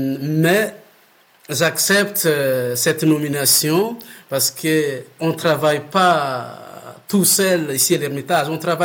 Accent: Madagascar; French is a second language; Oui, comme je viens de Madagascar. J'ai fait tout mon parcours des études, des formations, c'était à Madagascar.

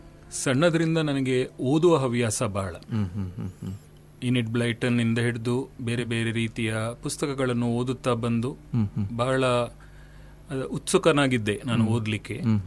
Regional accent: Bengaluru, Karnataka, India; moved away as an adult; now in Mangaluru, India; ನಾನು ಹುಟ್ಟಿದ್ದು ಮಂಗಳೂರಲ್ಲಿ. 3 ತಿಂಗಳು ಮಗು ಇರುವಾಗ ನನ್ನನ್ನು ಬೆಂಗಳೂರಿಗೆ ಕರ್ಕೊಂಡು ಹೋದ್ರು ನನ್ನ ತಂದೆ ತಾಯಿ. ಅವರಿಬ್ಬರು ಅಲ್ಲಿ ಕೆಲಸ ಮಾಡ್ತಿದ್ರು. ಅದರಿಂದ ನನ್ನ ಇಡೀ ವಿದ್ಯಾಭ್ಯಾಸ ಬೆಂಗಳೂರಿನಲ್ಲಿ ಆಯ್ತು.

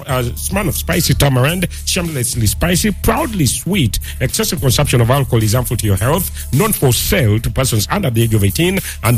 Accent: Western Region, Uganda; We Westerners

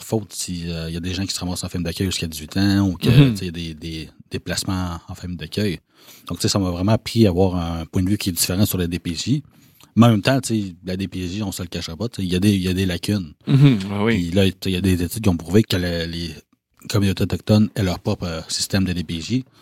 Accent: Val-d'Or, Quebec, Canada; Tu sais, moi, je viens de Val-d'Or. Fait que j'ai principalement grandi à Val-d'Or. J'ai tout le temps été en famille d'accueil dans cette ville-là ou presque.

